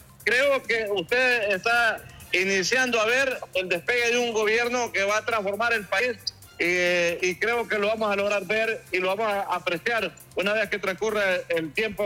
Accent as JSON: {"language": "Spanish", "country": "Honduras"}